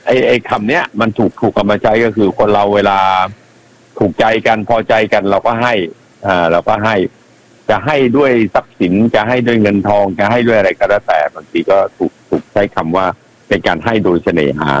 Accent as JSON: {"language": "Thai", "region": "Samut Sakhon", "country": "Thailand", "said": "ผมก็เป็นคนสมุทรสาคร"}